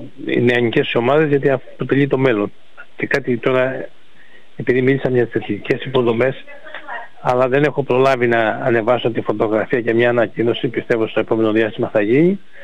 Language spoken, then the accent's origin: Greek; Kourouta, Western Greece, Greece; στο Δήμο Ήλιερα στην Κουδούντα, την πατρίδα μου